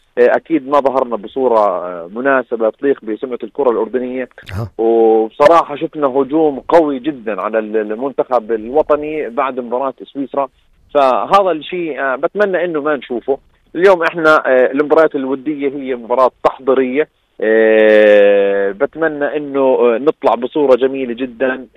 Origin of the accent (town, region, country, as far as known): Jordan